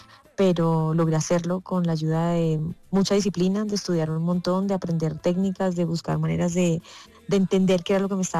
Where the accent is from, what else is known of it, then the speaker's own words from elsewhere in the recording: Caribbean coast, Colombia; Yo soy costeña